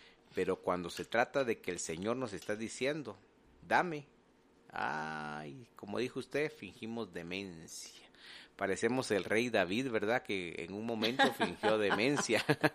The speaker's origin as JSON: {"language": "Spanish", "country": "Guatemala", "said": "como decimos en el buen chapín"}